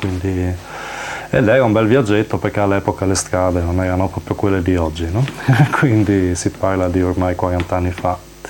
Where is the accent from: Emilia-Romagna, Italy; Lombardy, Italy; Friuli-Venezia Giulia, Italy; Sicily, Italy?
Friuli-Venezia Giulia, Italy; Comeglians; sono il collega di David, originario non sono di Sauris, ma realmente di Gavascreta Comelians, quindi altri a valle più in là.